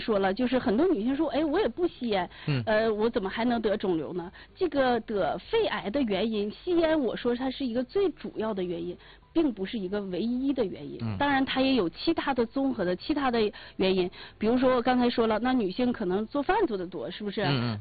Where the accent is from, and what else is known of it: Northeast China, China